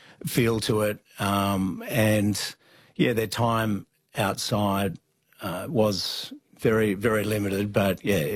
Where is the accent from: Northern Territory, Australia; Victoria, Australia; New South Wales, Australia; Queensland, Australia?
New South Wales, Australia; Sydney; So I grew up in Sydney, but I was a cricket tragic, along with my two brothers.